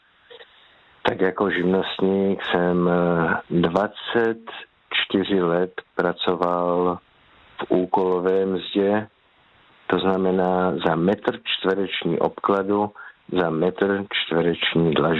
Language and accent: Czech; Moravia, Czechia; pracoval jsem pro velice nádhernou dědinu u nás na Moravě, zvanou Dambořice